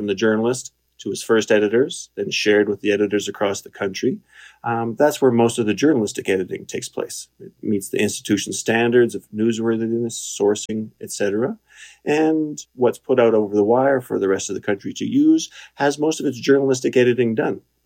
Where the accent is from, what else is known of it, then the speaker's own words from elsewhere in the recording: Alberta, Canada; I was born and raised in Alberta.